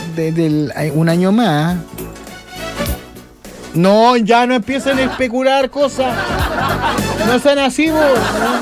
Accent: Chile

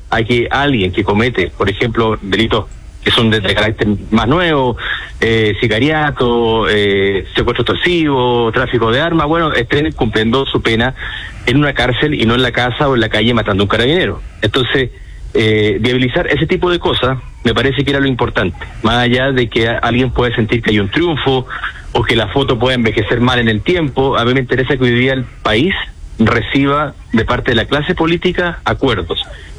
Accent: Magallanes, Chile; Entonces yo estoy cansado, uno como chileno, pero además como magallánico, con el manoseo que se ha dado Estrecho Magallanes.

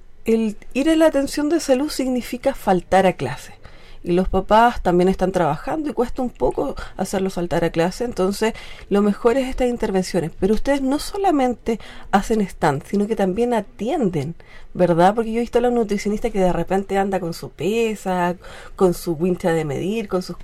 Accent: Longaví, Maule, Chile; la festividad que es tan propia de nosotros los chilenos y más de los longavianos, que tenemos ese espíritu tan, tan patriota, tan campestre también.

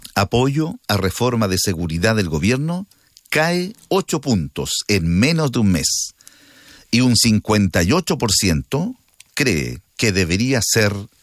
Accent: Chile; una fiesta que nos une como chilenos

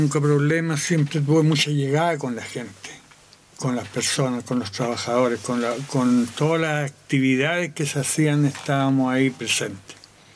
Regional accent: Talca, Maule, Chile; moved away as an adult; now in Panimávida, Chile; yo soy de acá, de la misma región del Maule, estoy muy cerca, yo soy de Talca, de la capital de la región, pero realmente estamos cerca

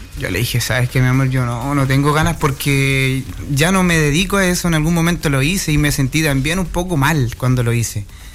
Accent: Mulchén, Biobío, Chile; moved away as an adult; now in Los Ángeles, Chile; Yo estoy viviendo hace 5 años en Los Ángeles, pero yo soy nacido y criado en Mulchen.

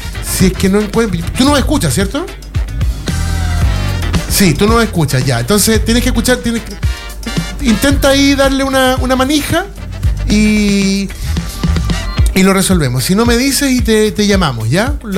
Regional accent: Chile

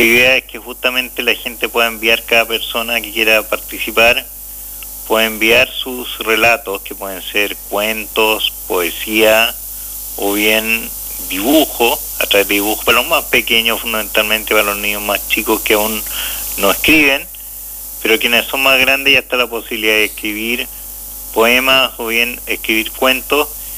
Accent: Santiago, Santiago Metropolitan Region, Chile; also born or lived in Iquique; Yo soy originario de Santiago, con ancestros talquinos, ancestros también de Valparaíso. De distintos lugares del país me tocó vivir en Iquique también muchos años en mi educación escolar.

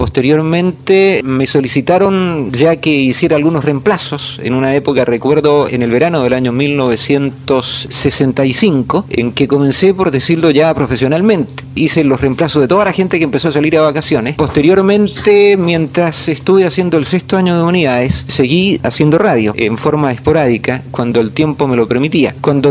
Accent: Los Andes, Valparaíso, Chile; moved away as an adult; also born or lived in Valdivia; now in Puerto Varas, Chile; cuando cursaba el quinto año de humanidades en mi ciudad natal, en los Andes

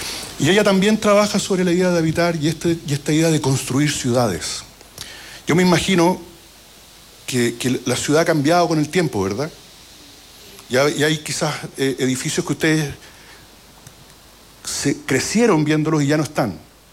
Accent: Santiago, Santiago Metropolitan Region, Chile; moved away; also born or lived in Curicó; Yo no soy de Curicó, soy santiaguino.

